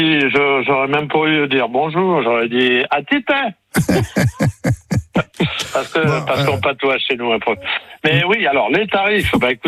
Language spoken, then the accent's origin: French; Normandy, France; On est normand, nous.